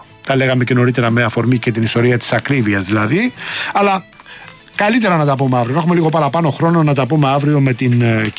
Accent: Rafina, Attica, Greece; εκεί στην πατρίδα μου, στο λιμάνι της Δραφίνας

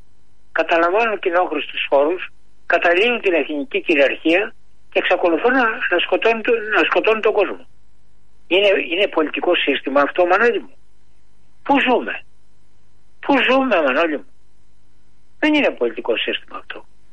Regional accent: Peloponnese, Greece; που είναι από την πατρίδα μου κάτω από τη Γουρτινία

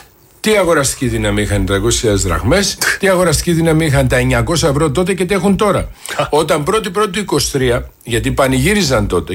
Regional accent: Greece; Ξέρεις πόσο με πονάει εμένα αυτό ως Έλληνα? Όχι σαν Έλληνα, ως Έλληνα.

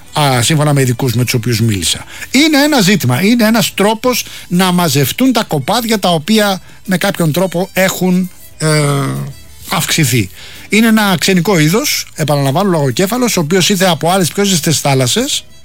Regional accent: Rafina, Attica, Greece; Το μπάνο στην πατρίδα μου στη Ραφίνα που είναι καλοκαιρινή.

